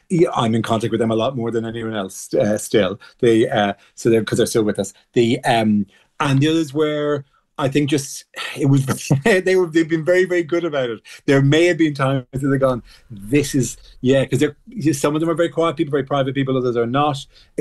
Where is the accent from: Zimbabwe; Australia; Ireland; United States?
Ireland; being Irish